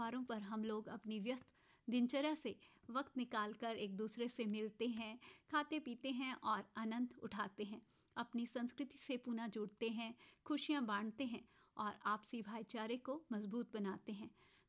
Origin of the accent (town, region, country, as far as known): Himachal Pradesh, India